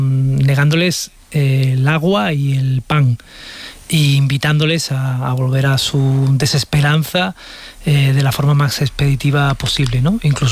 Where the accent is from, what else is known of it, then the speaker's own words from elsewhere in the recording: Spain; qué dicen esas fotografías de nosotros como... como especie, como españoles, como europeos.